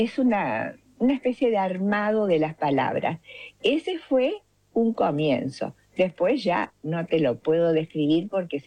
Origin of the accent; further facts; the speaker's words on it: Reconquista, Santa Fe, Argentina; Mi pueblo tenía una plaza hermosa, redonda, una plaza clásica